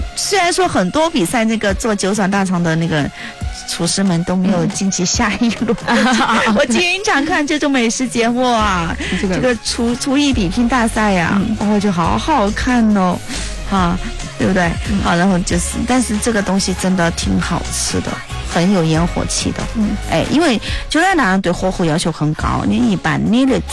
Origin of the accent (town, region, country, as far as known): China